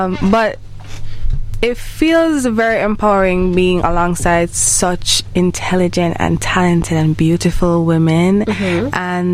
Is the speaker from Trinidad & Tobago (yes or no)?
yes; Trinidad & Tobago; I'm half Trini. So I'm also from Trinidad and Tobago. Mm-hmm. So I'm half Jamaican, half Trini.